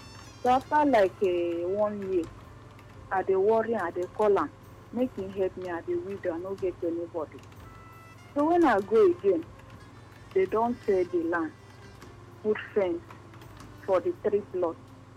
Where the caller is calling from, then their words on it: Port Harcourt, Rivers, Nigeria; I'm calling from Elelewa.